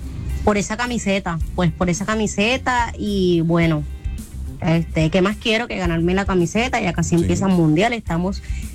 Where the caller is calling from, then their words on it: Cartagena, Bolívar, Colombia; la fiel oyente del barrio Junín.